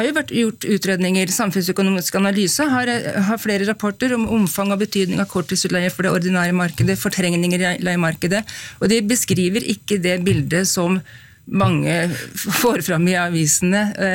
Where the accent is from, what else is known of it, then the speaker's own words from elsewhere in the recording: Flisa, Innlandet, Norway; har skrevet et avisinnlegg om å slutte å bygge fabrikker i boligområder der jeg kommer fra på Flisa.